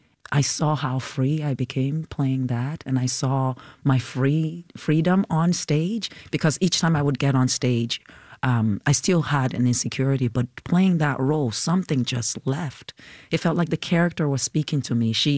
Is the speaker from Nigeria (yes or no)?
yes; Nigeria; has always been trying to suppress my Nigerian-ness, my act, because they were complaining about my accent.